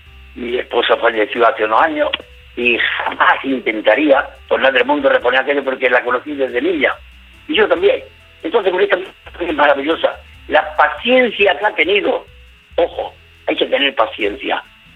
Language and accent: Spanish; Granada, Andalusia, Spain; now in Linares, Spain; Por decirte que soy granaíno, soy andaluz.